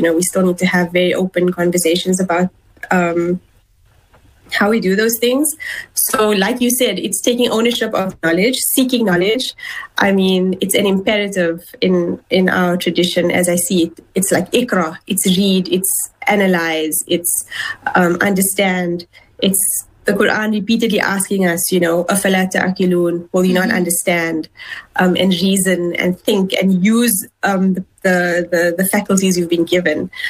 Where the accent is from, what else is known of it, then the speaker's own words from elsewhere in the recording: South Africa; to contribute to my society in the best way that I can, and to use my gifts and talents, you know, as a South African, as a Muslim.